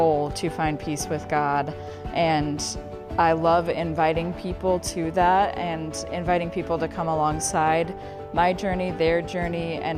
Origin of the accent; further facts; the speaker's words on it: Butte, Montana, United States; now in Missoula, United States; I am from Butte, Montana originally, but I live here in Missoula and have for about 10 years.